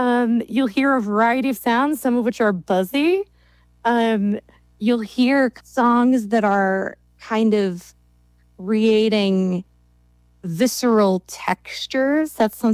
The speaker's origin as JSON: {"language": "English", "region": "Minnesota", "country": "United States", "tie": "born or raised there"}